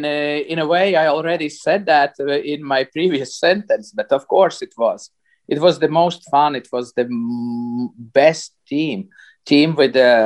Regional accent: San Jose, California, United States; But still, when we mentioned we are from San Jose, they said, where is that? I said, oh, that's in Bay Area next to San Francisco.

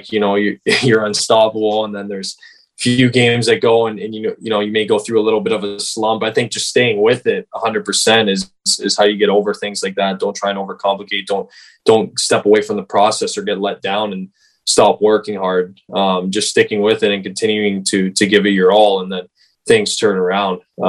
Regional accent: King City, Ontario, Canada; I'm from King City. We have a small local rink just by my house, like maybe a 2-3 minute walk away, actually. It's in the neighborhood.

